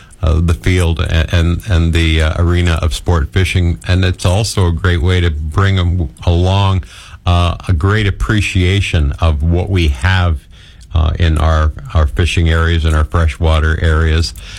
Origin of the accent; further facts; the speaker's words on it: Gananoque, Ontario, Canada; I grew up in Gananoque, Ontario, and of course along the St. Lawrence